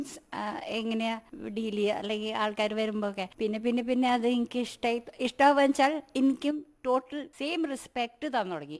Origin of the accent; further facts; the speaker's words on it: Mumbai, Maharashtra, India; born there; also born or lived in Kochi; now in Peruvanam, India; ഞാൻ ജനിച്ച് വളർന്നത് ബോംബെയിലാണ്.